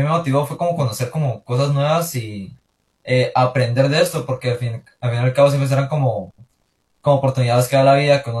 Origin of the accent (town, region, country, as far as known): Colorado, Guanacaste, Costa Rica